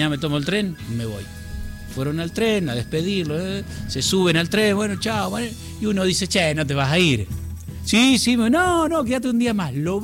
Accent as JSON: {"language": "Spanish", "town": "Las Toscas", "region": "Buenos Aires Province", "country": "Argentina", "tie": "born or raised there", "said": "allá en mi pueblo, un pueblo así de 400 habitantes, era Las Toscas"}